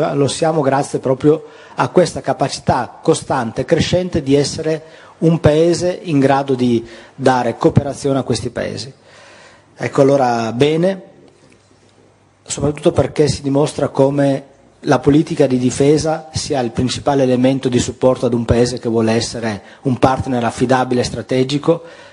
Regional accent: Friuli-Venezia Giulia, Italy; born there; Chi le parla è della provincia di Pordenone

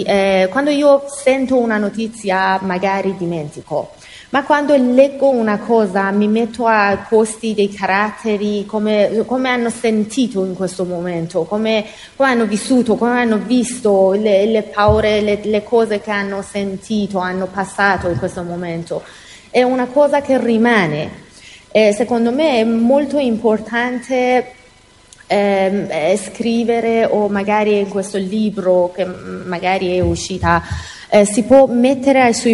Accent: Iran; Italian is a second language; now in Italy; il mio paese è bellissima

